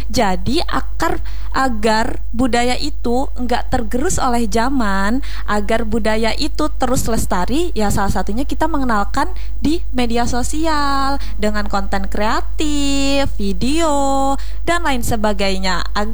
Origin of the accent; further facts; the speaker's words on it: Central Kalimantan, Indonesia; kita kalau di luar kita ngomongnya pakai bahasa Dayak Ngaju, pakai bahasa Banjar.